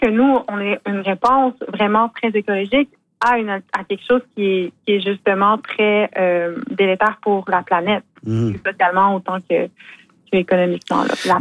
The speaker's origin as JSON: {"language": "French", "town": "Baie-des-Sables", "region": "Quebec", "country": "Canada", "tie": "born or raised there", "said": "Oui, parce que moi, je suis native de Baie-des-Sables."}